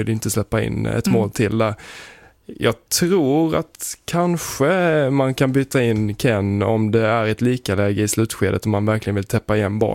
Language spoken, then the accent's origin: Swedish; Sweden; Tvättäkta svensk.